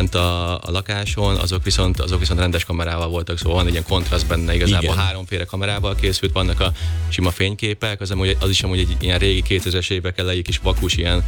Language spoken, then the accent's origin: Hungarian; Győr-Moson-Sopron, Hungary; egy helyről származunk, szóval ő is Sopron környéki